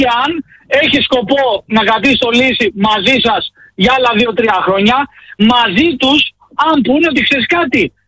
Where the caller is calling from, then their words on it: Marousi, Attica, Greece; εγώ από Αθήνα παίρνω Μαρούση